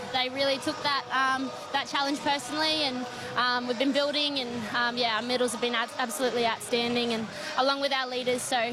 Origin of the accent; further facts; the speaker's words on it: Newcastle, New South Wales, Australia; I've spent a lot of time in Newcastle. Obviously, it's been my hometown